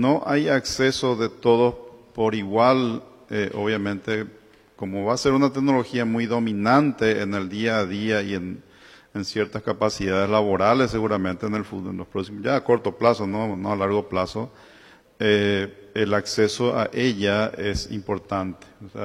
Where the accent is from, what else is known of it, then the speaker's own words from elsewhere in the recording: Paraguay; now in Asunción, Paraguay; mi pueblo allá en Buyapeí